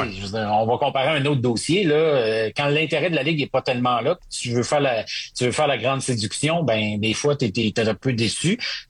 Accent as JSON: {"language": "French", "region": "Quebec", "country": "Canada", "tie": "born or raised there", "said": "Moi, j'ai grandi au Saguenay."}